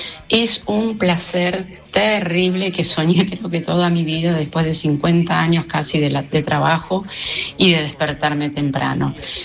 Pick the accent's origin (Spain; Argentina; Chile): Argentina; Capitán Sarmiento, Buenos Aires Province; now in Buenos Aires, Argentina; de Capitán Sarmiento, pero vivo en Buenos Aires.